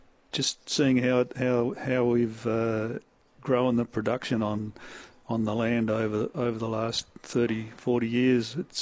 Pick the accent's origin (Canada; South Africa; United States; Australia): Australia; Dalwallinu, Western Australia; I was born in Del Wallinu